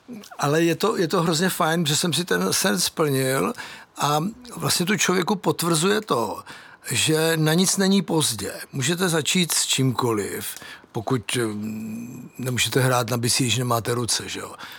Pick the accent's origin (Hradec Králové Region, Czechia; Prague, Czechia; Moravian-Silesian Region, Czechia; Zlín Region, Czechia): Prague, Czechia; my dva jsme z Prahy